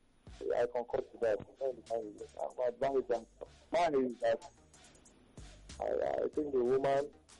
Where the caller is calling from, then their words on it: Ikeja, Lagos, Nigeria; I'm speaking from Ikeja. I'm calling from Ikeja.